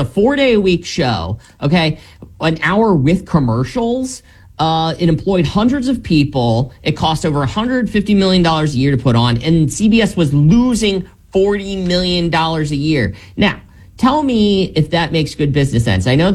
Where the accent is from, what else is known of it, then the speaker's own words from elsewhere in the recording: Lancaster, Pennsylvania, United States; He comes to places like my hometown of Lancaster, Pennsylvania.